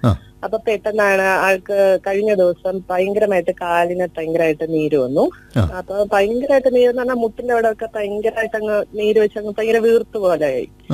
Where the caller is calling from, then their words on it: Pala, Kerala, India; ഞാൻ പാലായിൽ നിന്നാണ് വിളിക്കുന്നത്.